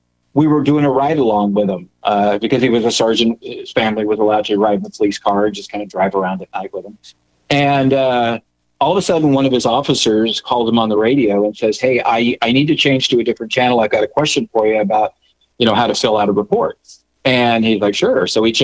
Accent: Phoenix, Arizona, United States; And I was growing up in Phoenix, Arizona.

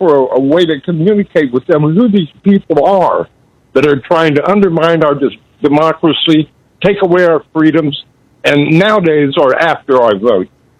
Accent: Kansas, United States; Now, I'm from Kansas, which was the heart of the nation and a hotbed of Republicans.

